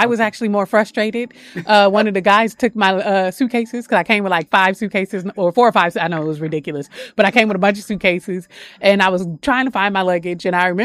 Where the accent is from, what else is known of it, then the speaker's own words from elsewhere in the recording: Oakland, California, United States; And I'm from Oakland, so you ain't gonna hustle me.